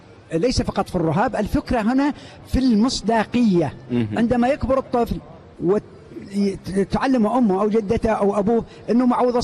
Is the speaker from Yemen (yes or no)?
yes; Yemen; عندنا في اليمن.